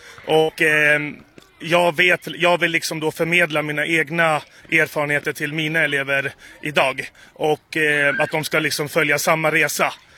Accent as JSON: {"language": "Swedish", "town": "Stockholm", "region": "Stockholm County", "country": "Sweden", "tie": "born or raised there", "said": "Jag är själv uppvuxen i Akalla. Här i Västerort"}